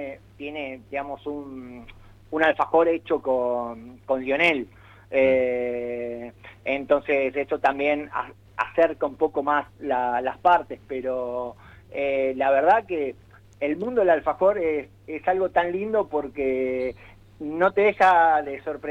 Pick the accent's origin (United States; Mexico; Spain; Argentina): Argentina; Buenos Aires; yo justo no solo soy bonaerense, sino que vivo en zona sur.